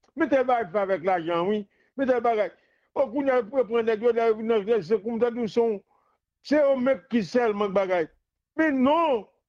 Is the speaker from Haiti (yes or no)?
yes; Haiti; Moi, je suis d'Haïti.